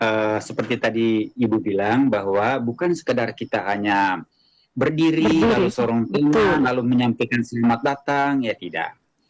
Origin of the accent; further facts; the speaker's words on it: Manggarai, East Nusa Tenggara, Indonesia; kalau selaku orang Manggarai